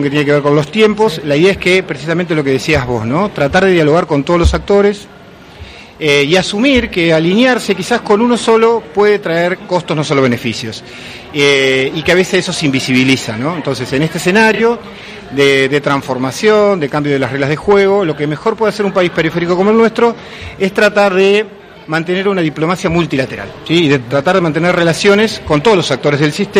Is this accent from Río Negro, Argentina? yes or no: no; Santa Fe, Argentina; una de las preocupaciones como santafesinos, ¿no?, no solo como argentinos